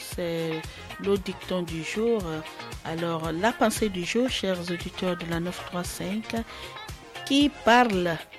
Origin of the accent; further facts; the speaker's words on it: Guinea; chez nous en Guinée